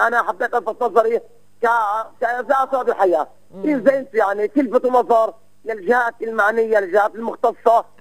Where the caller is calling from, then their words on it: Nablus, West Bank, Palestine; وصباح الخير لمدينتي مدينة نابلس اللي انا بعتز بوجودي وانتمائي لمدينة نابلس